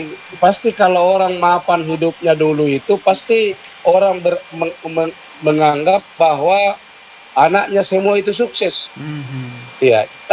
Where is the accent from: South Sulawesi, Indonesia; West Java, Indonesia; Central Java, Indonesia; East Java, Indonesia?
South Sulawesi, Indonesia; Makassar; Jadi saya kan termasuk lahir di Makassar, yeah. Orang Makassar, itu tentu banyak teman ya. Jadi saya bukan pendatang.